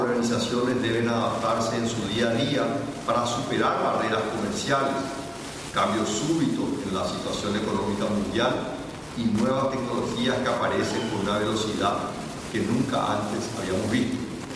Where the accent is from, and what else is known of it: Paraguay